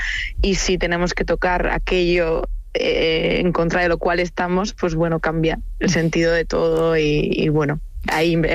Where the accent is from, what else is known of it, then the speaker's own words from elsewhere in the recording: Hondarribia, Basque Country, Spain; Sí, al final lo escribí cuando vivía todavía en mi ciudad natal, en Hondarribia. Bueno, es una pequeña ciudad costera, muy bonita, demasiado bonita para su propio bien.